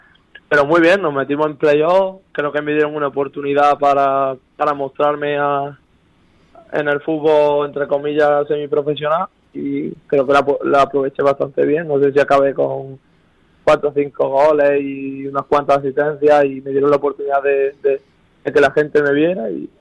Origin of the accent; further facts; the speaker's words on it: Albuñol, Andalusia, Spain; moved away; haber tenido mi infancia y mi juventud en Albuñol